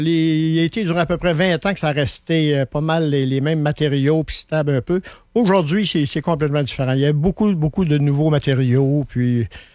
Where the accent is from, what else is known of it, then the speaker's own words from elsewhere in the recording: Quebec, Canada; On est québécois, puis là, on s'en va vers les autres provinces.